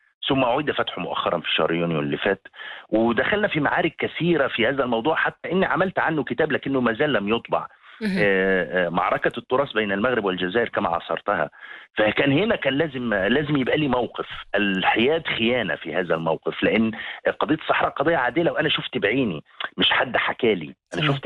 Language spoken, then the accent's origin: Arabic; Egypt; منطقة عندنا في مصر كيلومتر في كيلومتر عاملين عليها مشكلة مع السودان وبنسكت عنها